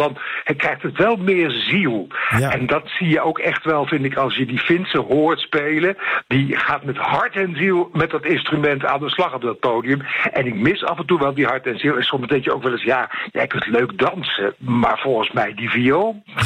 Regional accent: Netherlands; En wie nou mocht hopen dat ik als Nederlander of dat iemand uit Ierland of iemand uit Spanje een positief of negatief wordt bejegend

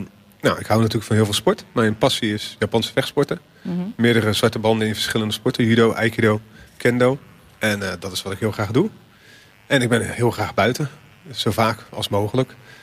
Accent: Rotterdam, South Holland, Netherlands; ik ben opgegroeid in Rotterdam-Zuid. Naast het Zuiderziekenhuis, waar Jan Kabaat directeur was.

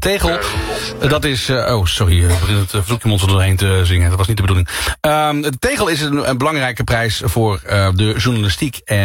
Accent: Limburg, Netherlands; accent: Limburgish; Is het mijn Limburgs accent wat hier in de weg zit?

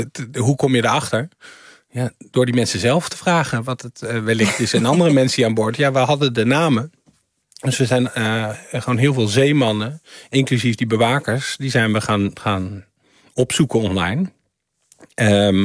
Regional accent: Netherlands; hallo, ik ben een onderzoeksjournalist uit Nederland.

